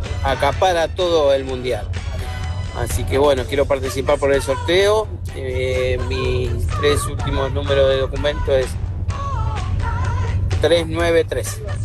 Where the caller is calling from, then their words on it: Lomas de Zamora, Buenos Aires Province, Argentina; chofer de acá de Loma de Zamora.